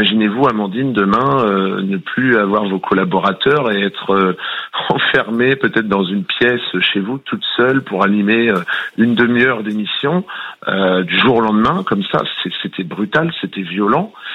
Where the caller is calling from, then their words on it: Cholet, Pays de la Loire, France; Je vous appelle de Cholet, dans le Maine-et-Loire.